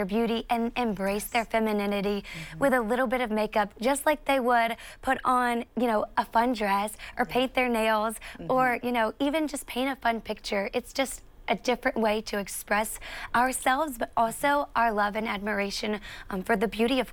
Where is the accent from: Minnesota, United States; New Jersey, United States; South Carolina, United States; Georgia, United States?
South Carolina, United States; I'm 24 years old and I'm a South Carolina girl. If you can't tell from my accent, I love the South. I'm one of four kids and I was raised in the church.